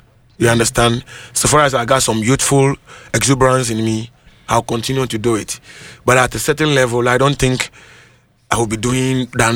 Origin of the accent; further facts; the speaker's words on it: Ghana; because I'm a Ghanaian.